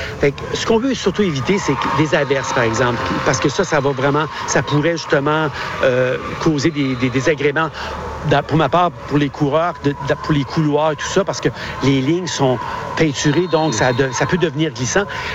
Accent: Quebec, Canada; Moi, je suis originaire du Québec.

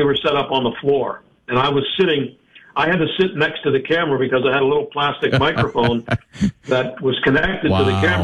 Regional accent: Pittsburgh, Pennsylvania, United States; I grew up in South Hills of Pittsburgh suburb, you know. So I was a Pittsburgh kid

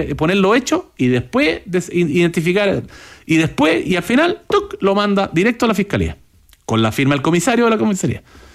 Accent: Chile; aquí somos estúpidos los chilenos, 90% de las llamadas al 133 son estupideces

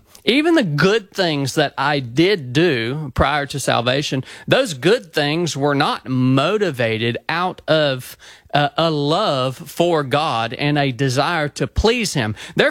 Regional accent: the South, United States; So I grew up obviously in the South

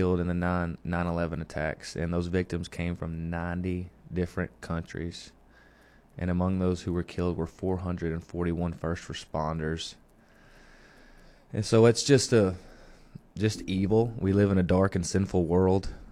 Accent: Benton, Arkansas, United States; I was born in Benton, Arkansas, again, 1997.

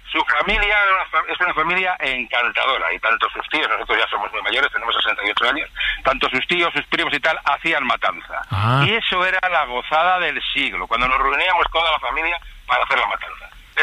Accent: Valladolid, Castile and León, Spain

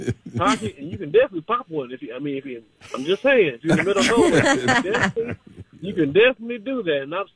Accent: Mount Olive, Mississippi, United States; And also, deers, Mississippi, that's where I grew up at.

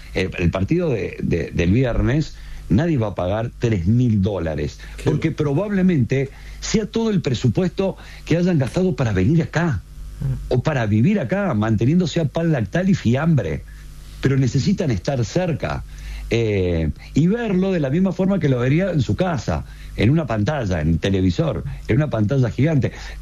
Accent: Argentina; cómo somos los argentinos, en este caso con el fútbol

